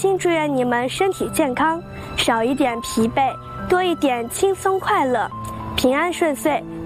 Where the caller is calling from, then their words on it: Hefei, Anhui, China; 我是来自安徽合肥的